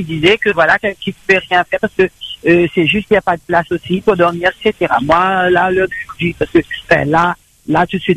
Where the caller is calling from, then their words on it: Saint-Denis, Réunion, France; Je suis au Butor, sur Saint-Denis.